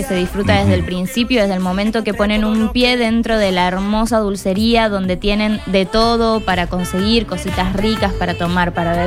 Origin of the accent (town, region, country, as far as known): Buenos Aires, Argentina